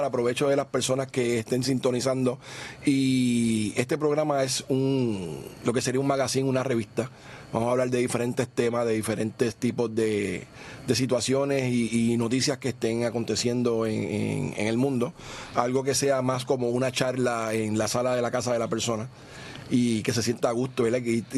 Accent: Carolina, Puerto Rico; Nací en Carolina, Puerto Rico, en el 75.

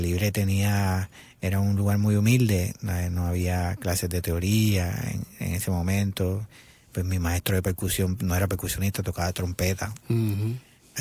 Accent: Mayagüez, Puerto Rico; also born or lived in Añasco, Puerto Rico; Mira, yo crecí en Mayagüez, Puerto Rico, y luego mi crianza fue entre Mayagüez y Añasco.

